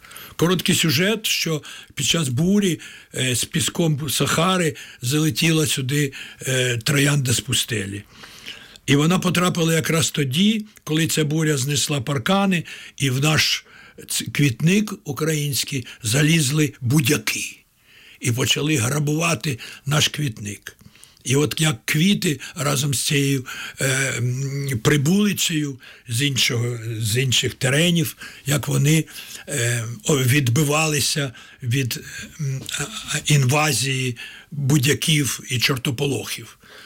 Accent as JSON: {"language": "Ukrainian", "region": "Kyiv", "country": "Ukraine", "tie": "born or raised there", "said": "Народився на Подолі, в подвір'ї на Воздвиженській вулиці. В подвір'ї, якому грали діти євреїв, татар, українців, молдаван, і це був такий Вавилон подільський. І у мене з далекого дитинства раптом це все виплило."}